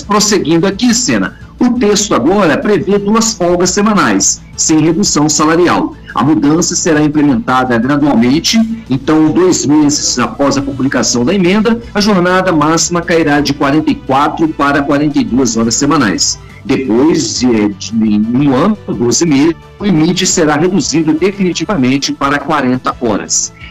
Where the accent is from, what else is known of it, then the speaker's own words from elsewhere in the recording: Minas Gerais, Brazil; also born or lived in São Paulo; Eu sou paulista, né, de naturalidade, mas me criei em Minas Gerais.